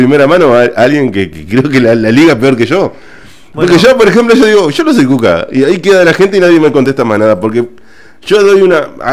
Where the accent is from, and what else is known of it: Argentina